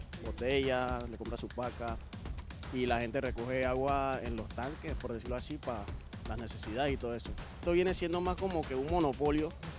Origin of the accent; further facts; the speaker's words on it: Arraiján, Panamá Oeste, Panama; Yo soy de Arraiján.